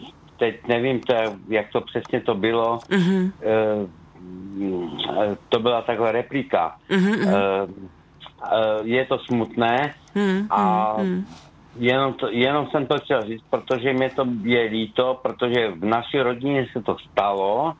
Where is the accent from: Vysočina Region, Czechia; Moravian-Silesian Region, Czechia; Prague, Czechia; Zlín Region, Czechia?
Moravian-Silesian Region, Czechia; Skotnice; Že jsem ze Skotnice